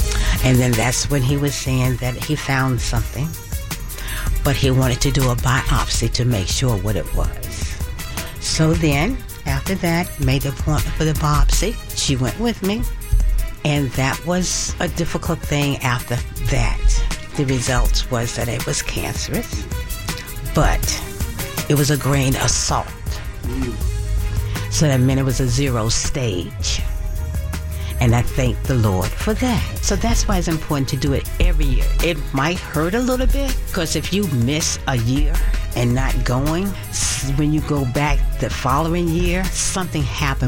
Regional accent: Portsmouth, Virginia, United States; I am from Portsmouth, Virginia. Was born in Portsmouth and raised in Portsmouth. Been here all my life.

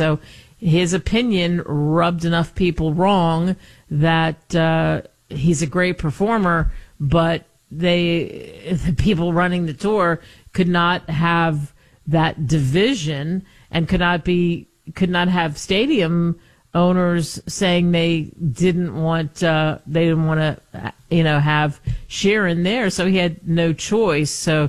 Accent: Pennsylvania, United States; I mean, I grew up outside of Philadelphia.

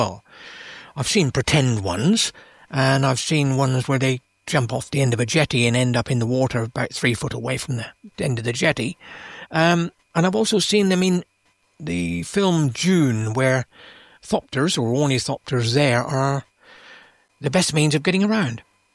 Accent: England, United Kingdom; moved away; Now, you guys out there may have noticed that I'm actually from England originally, heap long time ago, but there we are, I am.

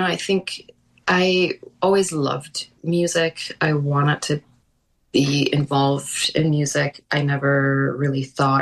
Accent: Iran; in the 90s, when I was growing up in Iran, it was considered like really bougie or weird if you're carrying an instrument case.

